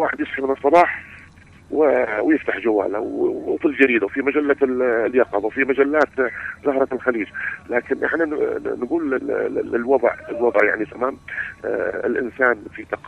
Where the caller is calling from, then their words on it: Al Ghaydah, Al Mahrah, Yemen; من محافظة المهر أنا من الغيضة.